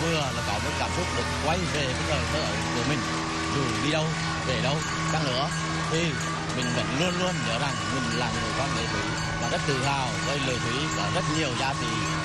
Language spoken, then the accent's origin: Vietnamese; Quang Binh, Vietnam; moved away; tôi là người con quần áo lệ thủy